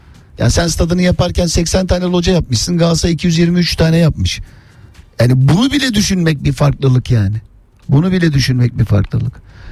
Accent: Istanbul, Turkey; Doğma büyüme özbeöz Beşiktaş semtinin insanıyım.

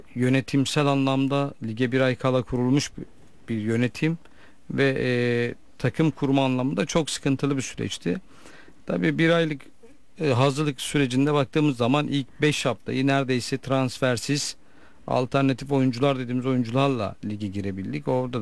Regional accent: Sivas, Turkey; ben bir Sivaslı olarak

